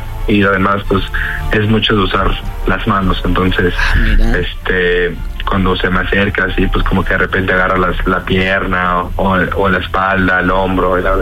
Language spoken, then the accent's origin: Spanish; Naucalpan, State of Mexico, Mexico; Soy de aquí, de Naucalpan.